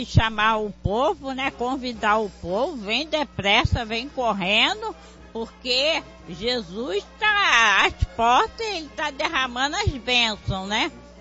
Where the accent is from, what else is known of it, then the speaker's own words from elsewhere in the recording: Duque de Caxias, Rio de Janeiro, Brazil; Eu venho de Duque de Caxias.